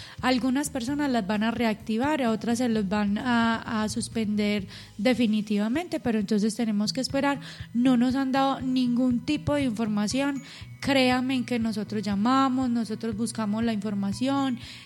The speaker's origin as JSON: {"language": "Spanish", "region": "Antioquia", "country": "Colombia"}